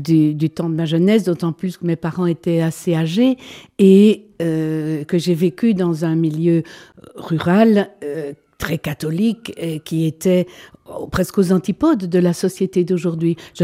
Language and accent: French; Belgium; J'étais originaire de Abbé, donc de Tuy Gomez.